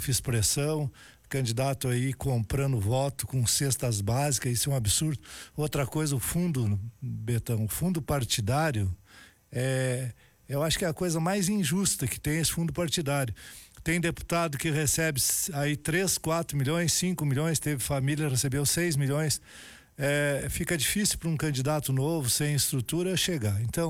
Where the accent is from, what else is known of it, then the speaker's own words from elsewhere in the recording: Monte Alegre dos Campos, Rio Grande do Sul, Brazil; now in Vacaria, Brazil; minha terra natal, Monte Alegre dos Campos